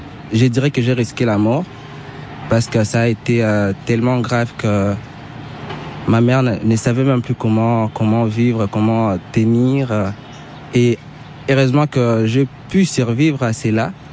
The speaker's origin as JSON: {"language": "French", "region": "East", "country": "DR Congo", "first_language": "Swahili", "second_language": "French", "lives_now": "Kinshasa, Congo DR", "said": "Oui, le Swahili, je viens de l'Est, donc l'Est, c'est le Swahili, comme ici à l'Ouest, à Kinshasa, c'est les Lingala."}